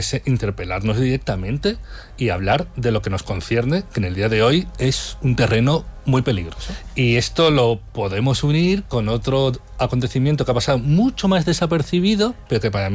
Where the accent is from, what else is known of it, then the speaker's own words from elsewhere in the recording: Spain; yo soy español, es decir, occidental